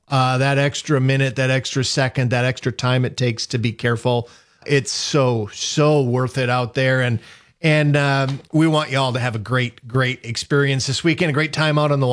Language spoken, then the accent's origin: English; United States